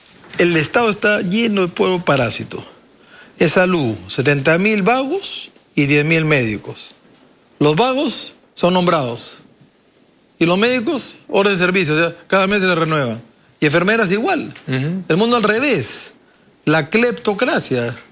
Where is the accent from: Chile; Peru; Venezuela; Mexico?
Peru; Como peruano, quiero que le vaya bien al Perú